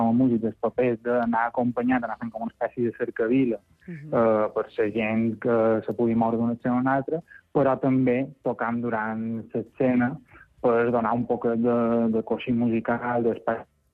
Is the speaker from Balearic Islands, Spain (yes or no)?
yes; Balearic Islands, Spain; jo som del Cudi